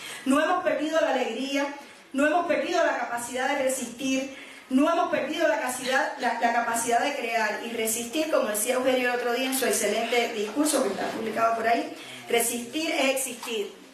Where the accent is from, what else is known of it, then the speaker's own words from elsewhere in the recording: Cuba; para nosotros que somos cubanos